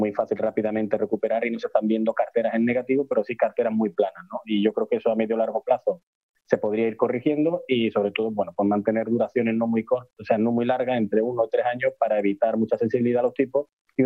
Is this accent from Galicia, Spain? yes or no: yes; Galicia, Spain; como buen gallego depende. Te diría, o como buen banco gallego te diría que depende